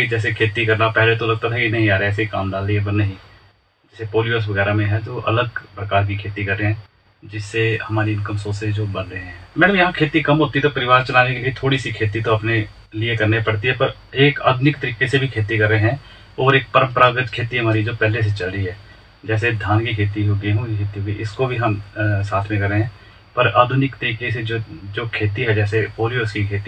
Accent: Narwana, Himachal Pradesh, India; और मैं ग्राम पंचायत खास नरवाना से हूँ

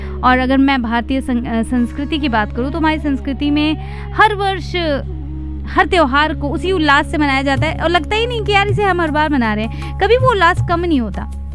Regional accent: Punjab, India; moved away; मेरा बचपन जो है पंजाब में बीता है

